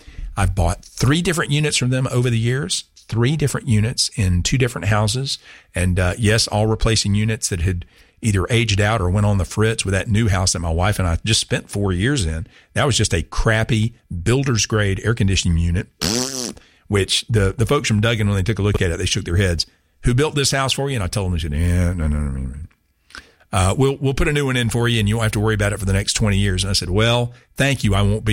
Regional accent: the South, United States; I'm from the South. That's what a gentleman does for a lady.

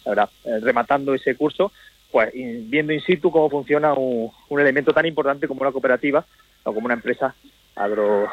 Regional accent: El Ejido, Andalusia, Spain; nosotros, si me permite, somos nacidos y criados en el Ejido

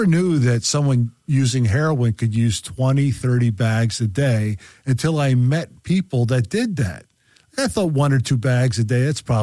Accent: Satterton, Pennsylvania, United States; Yeah, I grew up in a very small town in Montgomery County called Satterton, Pennsylvania.

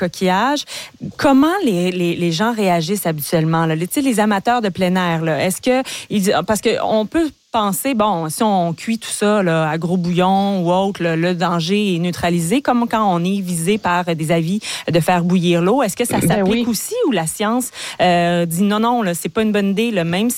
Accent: Quebec, Canada; chez nous, en Mauricie, là, puis au centre du Québec

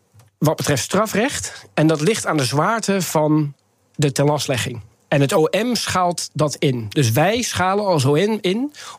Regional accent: Haarlem, North Holland, Netherlands; moved away as an adult; also born or lived in South America; now in Scotland, United Kingdom; Ik ben gewoon geboren in Nederland. Ja. Opgegroeid in Haarlem.

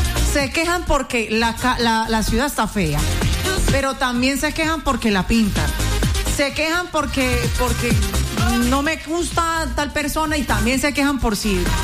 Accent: Cali, Valle del Cauca, Colombia; Y los únicos que estamos quedando como no so vergonzoso somos nosotros los caleños.

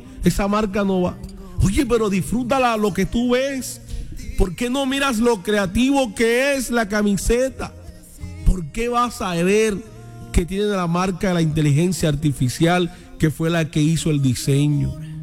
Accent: Arjona, Bolívar, Colombia; Como yo soy de Arjona Bolívar

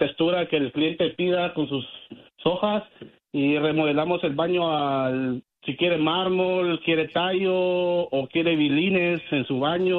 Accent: Guatemala; now in United States

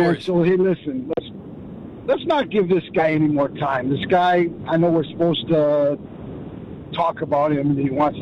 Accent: Chicago, Illinois, United States; Now, I'm from Chicago, grew up 2 blocks from Wrigley Field. I travel the country playing poker.

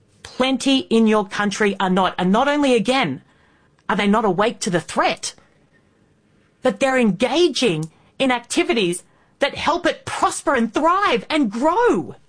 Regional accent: Indonesia; also born or lived in Australia; I grew up in Indonesia, the world's largest Muslim nation. I speak the language.

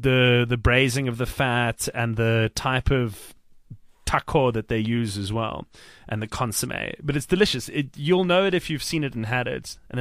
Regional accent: South Africa; as a South African

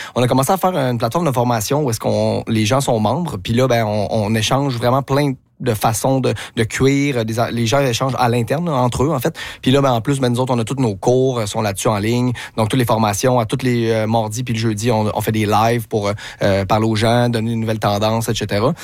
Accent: Quebec, Canada; on est des gars de créativité, on est québécois

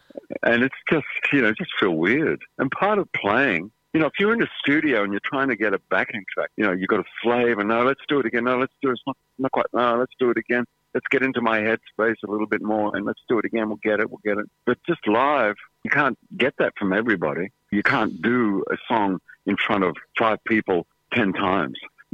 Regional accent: Melbourne, Victoria, Australia; growing up in Melbourne and listening to all this great music on the radio and hearing Australians even playing on the radio

